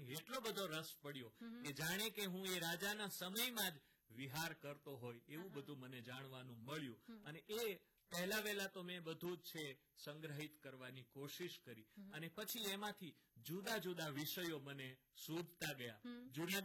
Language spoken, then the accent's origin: Gujarati; Sanosara, Gujarat, India; born there; also born or lived in Bagasara / Junagadh; મારું ગામ ચોટીલાની બાજુનું સણોસરા, અને એ પછી મને નોકરી મળી જૂનાગઢમાં